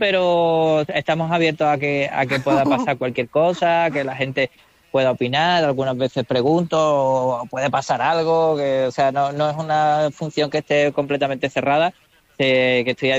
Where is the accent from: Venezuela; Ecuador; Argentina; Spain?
Spain; Málaga, Andalusia; also born or lived in Canary Islands; Sí, yo nací en Canarias por motivos laborales de mi familia, pero vamos, mi familia es de Málaga, mi ascendencia son de Málaga, de un pueblo que se llama Pizarra, de allí de Málaga, uh-huh. Y me he criado en Málaga ciudad, sí.